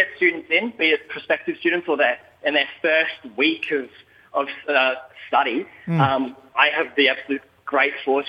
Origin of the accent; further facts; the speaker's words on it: Brisbane, Queensland, Australia; I'm a proud Bunjong Dibungi man, got a mob down in Grafton Ways, northern New South Wales, but born and raised in Brizzy